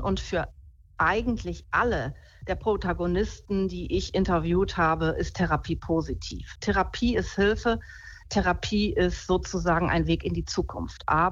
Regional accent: Osnabrück, Lower Saxony, Germany; Also ich komme aus Osnabrück, da war der Sonntag heilig, ganz klar.

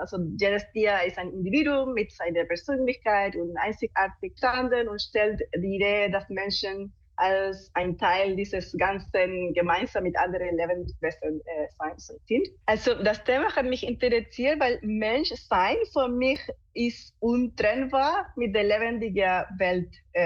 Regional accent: Chile; now in Munich area, Germany; Also ich bin Illustratorin und visuelle Kommunikatorin. Ich bin ursprünglich aus Chile und jetzt wohne ich in der Umgebung von München.

